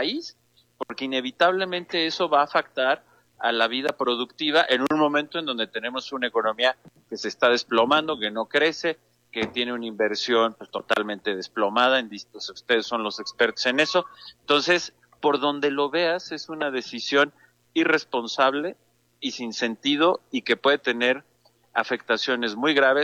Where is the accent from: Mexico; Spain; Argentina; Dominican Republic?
Mexico; yo sigo sorprendido e indignado como mexicano y como padre de familia.